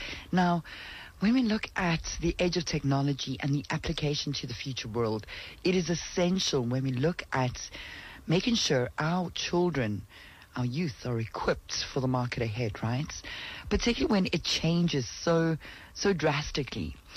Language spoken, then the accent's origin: English; South Africa; as South Africans